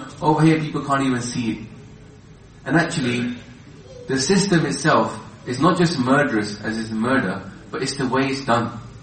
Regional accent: India; When I grew up in India, and over there you could see where the meat came from.

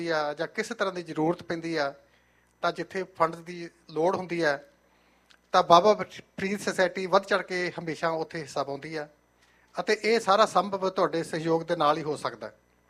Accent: Punjab, India; also born or lived in Faridkot; now in Surrey, Canada; ਸਾਡੇ ਵਰਗੇ ਜਿਹੜੇ ਸਾਡੇ ਪਿੰਡ ਬੇਸ਼ੱਕ ਦੂਰ ਨੇ ਫਰੀਦਕੋਟ ਤੋਂ, ਅਸੀਂ ਉੱਥੇ ਪੜ੍ਹਦੇ ਰਹੇ, ਪੜ੍ਹਦੇ ਪੜ੍ਹਦੇ ਅਸੀਂ ਫਰੀਦਕੋਟ ਦੀ ਧਰਤੀ ਦੇ ਨਾਲ ਅਤੇ ਉੱਥੋਂ ਦੇ ਬਛੀਨਾਂ ਦੇ ਨਾਲ ਇੰਨਾ ਜੁੜ ਗਏ ਕਿ ਸਾਨੂੰ ਉਹ ਆਪਣਾ ਘਰ, ਆਪਣਾ ਸ਼ਹਿਰ ਲੱਗਦਾ ਹੈ।

